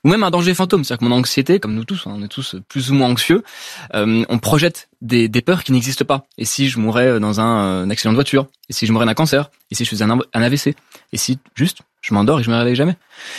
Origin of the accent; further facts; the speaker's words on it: Paris, Île-de-France, France; Alors, j'ai grandi à Paris, donc du coup, bon, j'ai grandi autour des gratte-ciel, avec pour source d'inspiration ce que je voyais devant moi, donc les bâtiments haussmanniens, les grands gratte-ciel du 13e arrondissement.